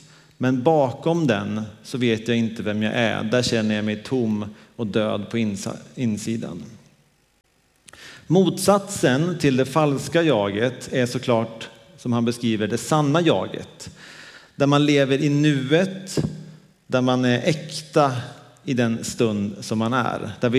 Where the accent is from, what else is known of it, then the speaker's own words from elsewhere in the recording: Dalarna County, Sweden; moved away; Vi var hemma i Dalarna i veckan